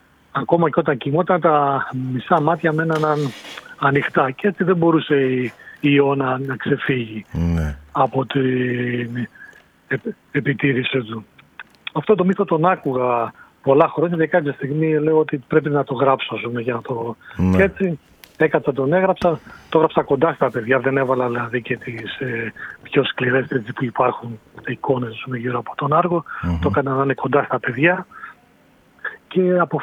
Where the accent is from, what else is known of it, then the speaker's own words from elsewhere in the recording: Argyro, Central Greece, Greece; moved away; Στο χωριό μου, στο Αργυρό, στην Εύβοια.